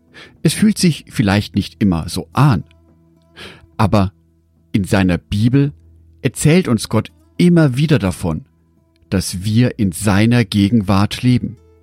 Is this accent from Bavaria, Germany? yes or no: no; Düsseldorf, North Rhine-Westphalia, Germany; born there